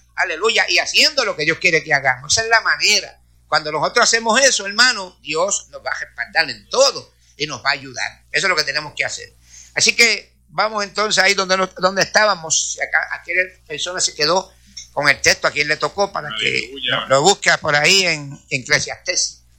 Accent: Puerto Rico; Porque yo cuando vine de Puerto Rico, yo era pastor y sigo siendo pastor

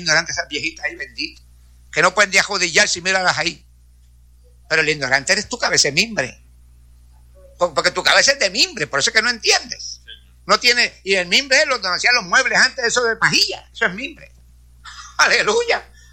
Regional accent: Puerto Rico; born there; moved away

